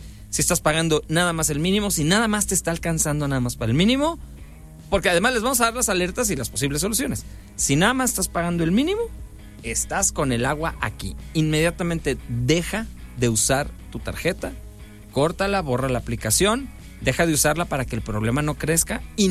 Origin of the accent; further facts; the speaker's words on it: Guadalajara, Jalisco, Mexico; now in Culiacán, Mexico; Es una de las razones por las que yo me fui a vivir a Culiacán. Yo soy de Guadalajara, pero me fui a Culiacán porque eso, había bonanza